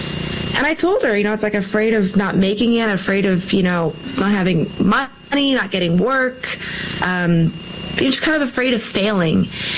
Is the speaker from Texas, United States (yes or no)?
no; Nebraska, United States; So I'm from Nebraska, so I went to school on a farm, and they had a violin program there.